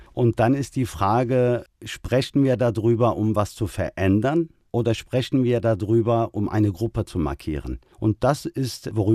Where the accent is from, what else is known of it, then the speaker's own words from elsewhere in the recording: Germany; Ich gehöre in diese Gesellschaft, ich bin Deutscher, aber ich habe auch eine Identität.